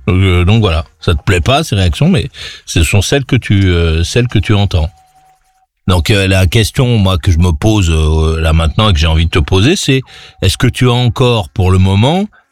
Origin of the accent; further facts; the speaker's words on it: France; Chez nous, en France